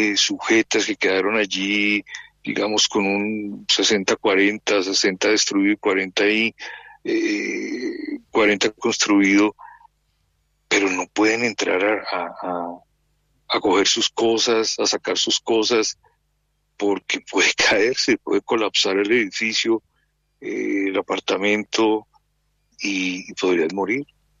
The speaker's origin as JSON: {"language": "Spanish", "country": "Colombia"}